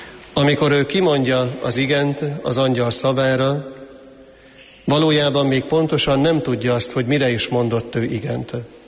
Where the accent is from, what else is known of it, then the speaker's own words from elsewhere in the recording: Hungary; számunkra, ma élő magyar katolikus keresztények számára